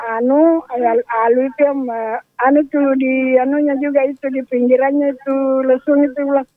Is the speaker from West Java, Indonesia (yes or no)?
no; Makassar, South Sulawesi, Indonesia; Itu di kampungku itu yang sekarang saya dilahirkan di Macini.